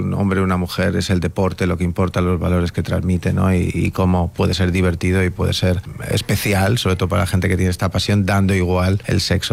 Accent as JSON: {"language": "Spanish", "country": "Spain", "said": "pero siempre sí, siempre muy orgulloso de mi país, de mis raíces, de donde soy, y intentando defender y llevar la bandera de España"}